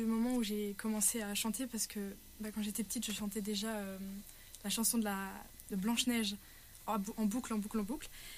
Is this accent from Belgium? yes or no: yes; Virton, Wallonia, Belgium; j'ai 18 ans, je viens de la province du Luxembourg à Virton.